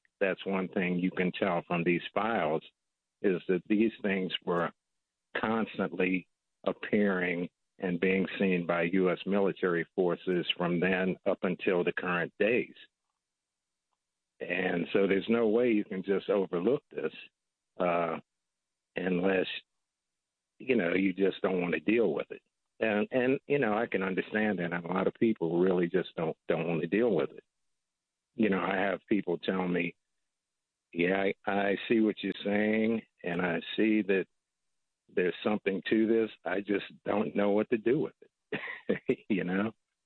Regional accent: Washington, District of Columbia, United States; I grew up in the Washington, D.C. area.

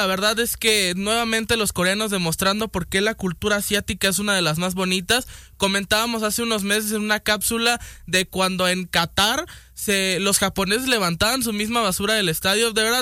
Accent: Mexico; somos mexicanos y nos gusta complicarnos la vida

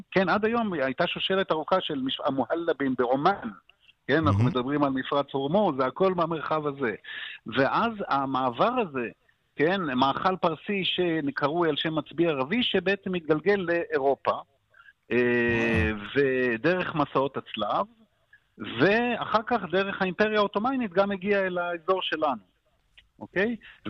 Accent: Jaffa, Tel Aviv District, Israel; אני זוכר בתור ילד ביפו

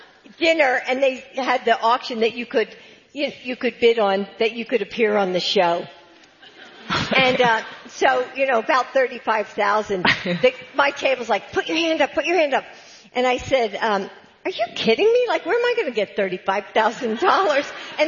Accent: Pennsylvania, United States; I grew up outside of Philly. I am a Philly girl.

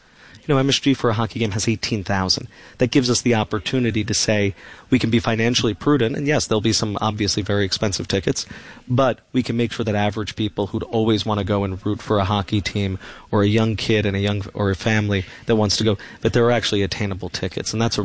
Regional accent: Brooklyn, New York, United States; I grew up in Brooklyn, but my family has always had a home in the Adirondacks.

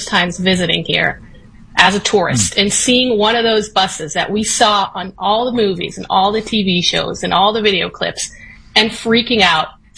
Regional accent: Israel; moved away as an adult; now in United States; I'm an Israeli citizen. I love my home country. It's still my home. But I've been living in the U.S. for almost 20 years.

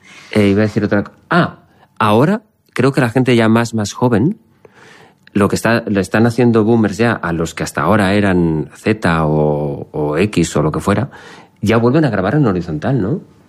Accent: Valencian Community, Spain; Siendo yo valenciano es una expresión complicada.

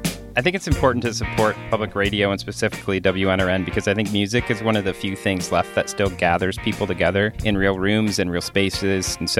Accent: Richmond, Virginia, United States; I'm from Richmond, Virginia, and I've been a member since 2019.

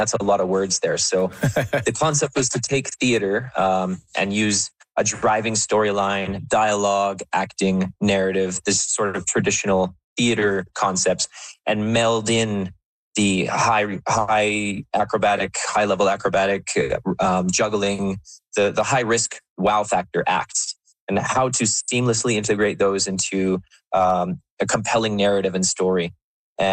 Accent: Calgary, Alberta, Canada; So I'm back here in my hometown in Calgary.

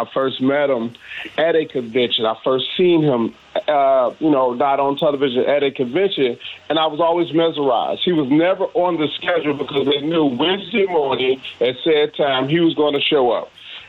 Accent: Detroit, Michigan, United States; now in Mississippi, United States; And although I'm from Detroit, but I live in Mississippi, he will always call me Mississippi.

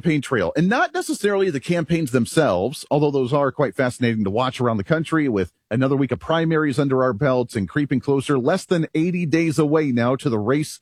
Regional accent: Kansas, United States; Growing up in Kansas here, we have a lot of dirt tracks

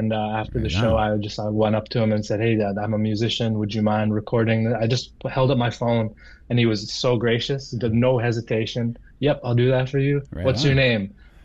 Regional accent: Inuvik, Northwest Territories, Canada; I'm from Inuvik, Northwest Territories. I'm Inuvialuit. Most people know us as Inuit or Eskimo if you're kind of old school, but... So I'm from the Arctic. I was born and raised here.

